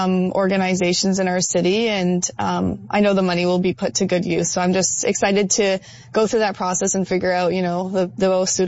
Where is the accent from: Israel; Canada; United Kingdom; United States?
Canada; Ottawa, Ontario; my hometown.